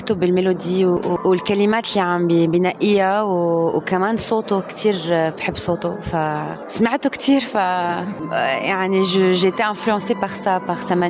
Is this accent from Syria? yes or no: yes; Syria; also born or lived in France; أنا كفرنسية وسورية ما في كتير أوقات ما كان أعرف من وين أنا، يعني إذا أنا سورية أو فرنسية